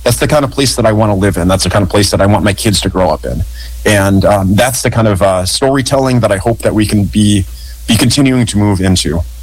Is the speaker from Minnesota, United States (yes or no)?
yes; Minneapolis, Minnesota, United States; also born or lived in Texas; now in Rochester, United States; So I'm from the Twin Cities originally. I spent some time down in Texas and I moved back to Minnesota in 21.